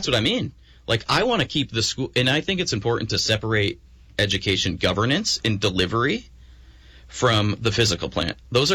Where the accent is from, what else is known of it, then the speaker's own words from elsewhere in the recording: Essex Junction, Vermont, United States; when I was growing up in Essex Junction, my parents moved to that district because it was the best school system in the country, practically.